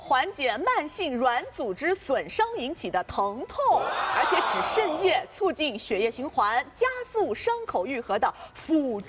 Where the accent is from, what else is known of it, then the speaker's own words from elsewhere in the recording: China; 红光其实我们中国人也不陌生了啊